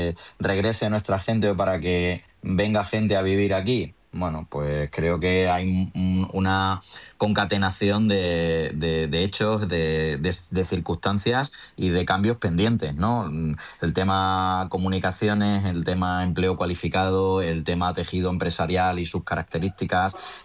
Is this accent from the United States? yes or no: no; Extremadura, Spain